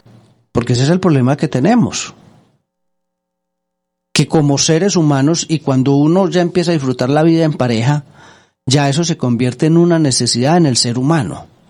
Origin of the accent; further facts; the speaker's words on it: Antioquia, Colombia; Voy a decir un dicho muy antioqueño de acá de mi tierra.